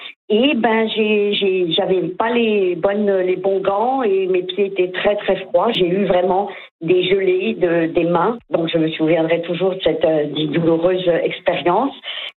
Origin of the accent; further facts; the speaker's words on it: Algeria; 18 ans et je viens de l'Algérie. Donc mon premier hiver, je l'ai vécu au courant du mois de février.